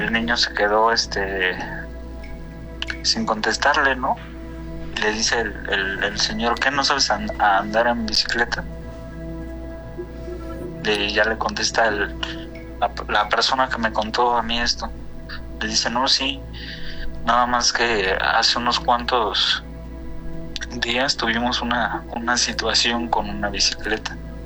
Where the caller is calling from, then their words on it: Mexico City, Mexico; De la Ciudad de México.